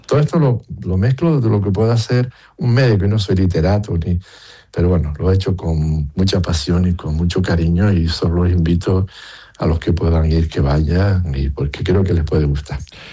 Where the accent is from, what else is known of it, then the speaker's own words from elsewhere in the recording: Teror, Canary Islands, Spain; la fiesta de mi pueblo, la fiesta de Teror